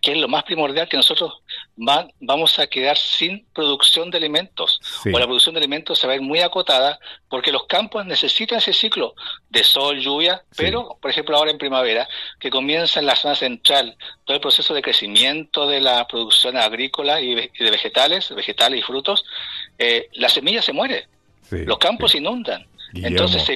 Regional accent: Chile; born there; moved away as an adult; also born or lived in Boston; yo ya hace 2 meses ya estoy de vuelta en mi país, ya acabó mi paso por Boston.

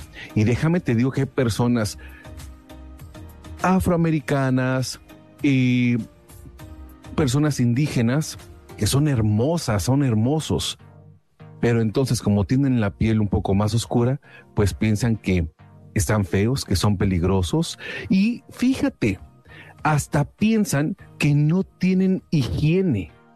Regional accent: Mexico; los que somos mexicanos sabemos de los whitexicans, y normalmente a los que somos de piel más oscura nos dicen nacos, nos dicen feos, nos dicen prietos.

